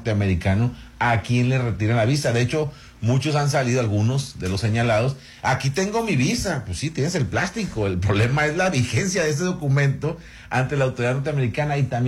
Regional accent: Mexico; no creo que nos vaya la vida en esto como mexicanos, ni sea una posición prudente del gobierno mexicano

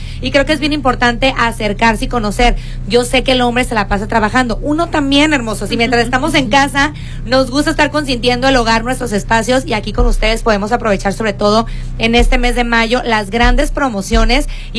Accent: Mexico

